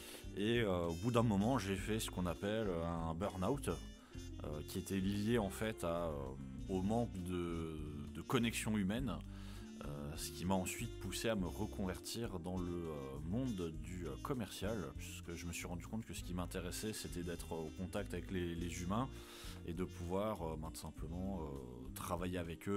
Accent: Grand Est, France; je suis alsacien

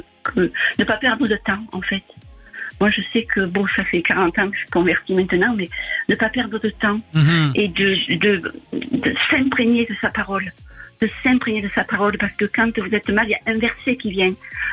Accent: Provence-Alpes-Côte d'Azur, France; accent: accent chantant (southern French); Je suis près d'Aix-en-Provence.

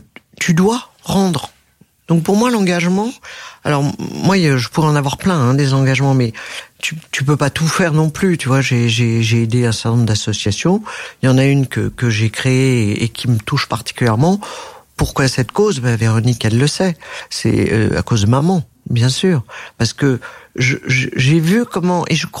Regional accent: France; born there; Je suis née en France, femme

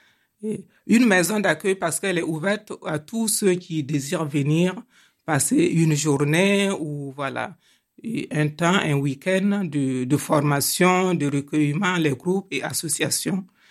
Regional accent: Burkina Faso; Je suis du Burkina Faso.

